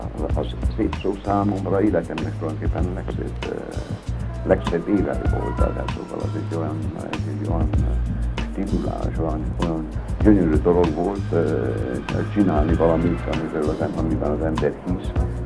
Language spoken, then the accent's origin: Hungarian; Nagykanizsa, Zala, Hungary; amikor a szülővárosomból Nagykanizsáról eltört Budapestre. Budapest az számomra Párizs volt.